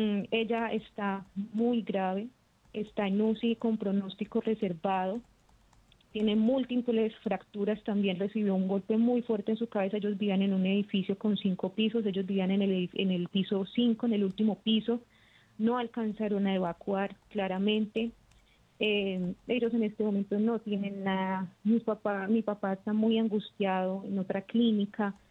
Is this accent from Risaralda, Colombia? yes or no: yes; Pereira, Risaralda, Colombia; now in Barbosa, Colombia; pues yo soy de Pereira, toda mi familia está en Pereira, por temas de trabajo estoy acá.